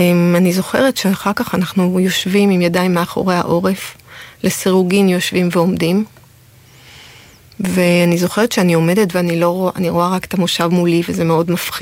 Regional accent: France; המשפחה שלי באותה תקופה התגוררה בצרפת. אני נולדתי בצרפת, אבא נולד בצרפת

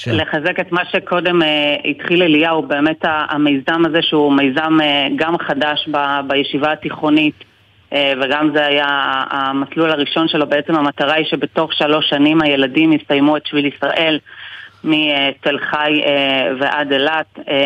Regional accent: Argentina; moved away as an adult; now in Israel; האמת שאני מארגנטינה

